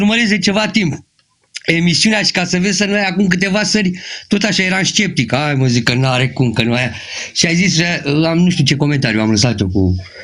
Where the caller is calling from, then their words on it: Panaghia, Romania; Aici, din comună, din lângă. Din sat, de aici. Aici, din sat. Sunt de la Panaghia, mai exact, dacă știți.